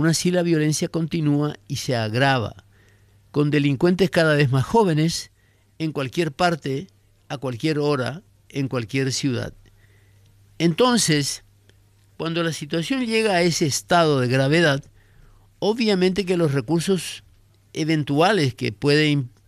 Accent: Paraguay

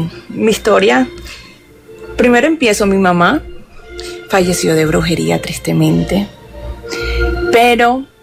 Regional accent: Barranquilla, Atlántico, Colombia; yo desde pequeña, yo soy de Barranquilla.

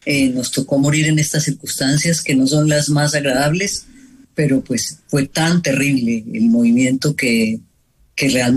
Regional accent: Armenia, Quindío, Colombia; also born or lived in Bogotá; Bueno, yo soy de Armenia. Yo lo que hice fue regresar a mi ciudad de origen, ya en el momento en que consideré que era bueno dejar a Bogotá y venirme a vivir acá.

